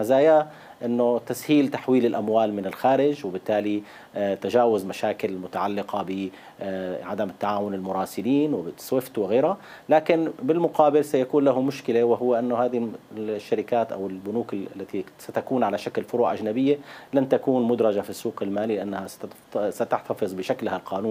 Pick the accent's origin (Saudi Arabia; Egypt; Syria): Syria; يوجد حاليا في سوريا